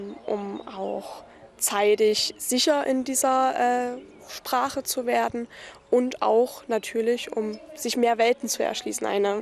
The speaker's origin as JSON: {"language": "German", "town": "Grandorf", "region": "Saxony", "country": "Germany", "tie": "born or raised there", "lives_now": "Leipzig, Germany", "said": "So ziemlich alles. Also Grandorf ist halt meine Heimat. Hier gehöre ich hin und hier komme ich auch immer wieder gerne her. Auch wenn Leipzig wunderschön ist."}